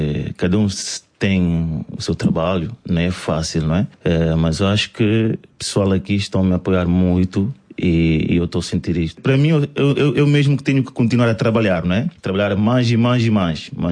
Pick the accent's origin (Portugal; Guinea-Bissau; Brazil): Guinea-Bissau; now in Paris, France; Mas é a minha terra na mesma.